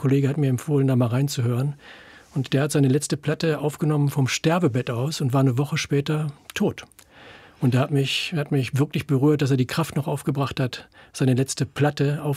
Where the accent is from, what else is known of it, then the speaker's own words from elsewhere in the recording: Bünde, North Rhine-Westphalia, Germany; born there; now in Berlin, Germany; Ich bin in Bünde geboren, in Ostwestfalen.